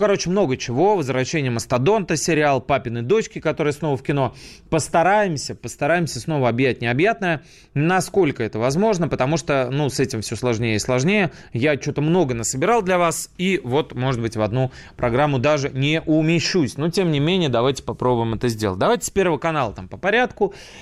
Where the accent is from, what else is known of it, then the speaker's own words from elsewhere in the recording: Saint Petersburg, Russia; now in Moscow, Russia; Я, например, из Санкт-Петербурга сюда был перевезен, ну, еще во времена Ленинграда, давным-давно.